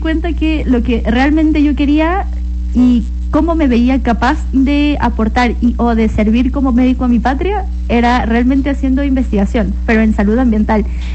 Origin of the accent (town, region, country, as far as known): Ecuador